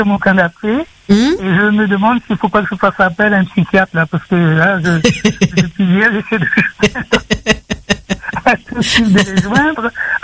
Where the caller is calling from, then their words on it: Saint-Paul, Réunion; Moi, je suis de Saint-Paul.